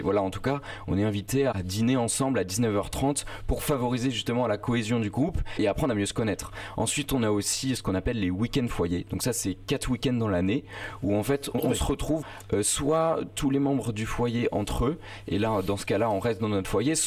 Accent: Poissy, Île-de-France, France; now in Reims, France; Alors moi, j'ai grandi à Poissy, donc dans les Yvelines.

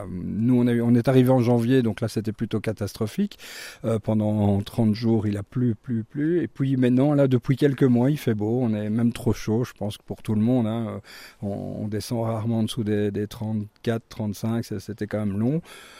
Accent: Brussels, Brussels-Capital Region, Belgium; moved away as an adult; now in Sancerre, France; nous venons de Belgique, hein, de Bruxelles, donc on est installé ici dans la région depuis début de l'année.

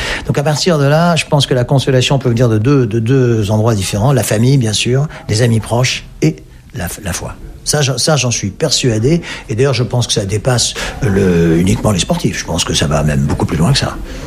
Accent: France; born there

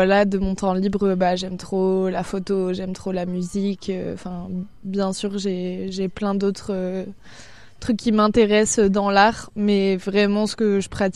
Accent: Auvergne-Rhône-Alpes, France; also born or lived in Lyon; Je viens du coup d'un petit village en Chartreuse, à côté de Grenoble

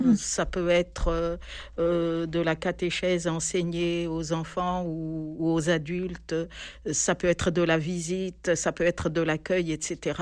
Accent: Antananarivo, Analamanga, Madagascar; moved away as an adult; now in Aix-en-Provence, France; Oui, je suis malgache, je viens de Madagascar. Et je suis venue, donc après mon bac, j'ai passé mon bac à Madagascar, en Antananarivo.

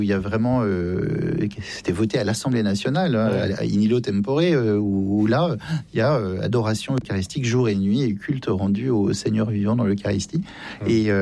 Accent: France

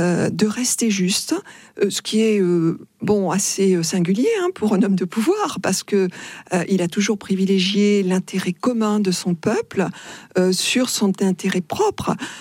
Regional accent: Occitanie, France; now in Paris, France; Je suis parisienne, je suis originaire du Tarn, mais parisienne maintenant. Et puis je retourne dans le Tarn, je retourne à mes racines.

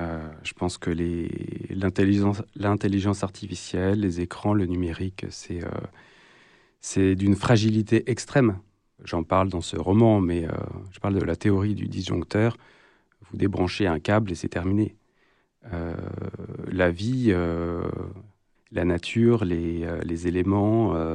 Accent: Pays de la Loire, France; also born or lived in Paris; Moi, je suis né à Angers. J'ai grandi donc à 40 km d'ici et je suis parti pour les études à Paris. Et je revenais très souvent à la campagne puisque j'ai grandi vraiment au milieu des bois.

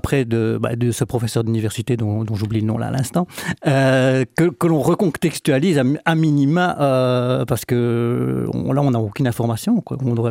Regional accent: Chèvremont, Bourgogne-Franche-Comté, France; Moi, étant plus âgé, j'en ai connu encore dans mon enfance à Chèvremont notamment.

